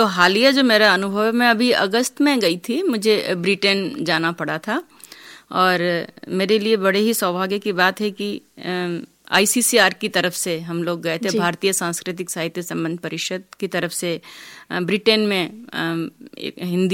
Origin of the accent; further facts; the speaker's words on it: Rajasthan, India; मैं राजस्थान से आई हूँ और हमारा राजस्थान आप जानती हैं रेगिस्तान के लिए भी जाना जाता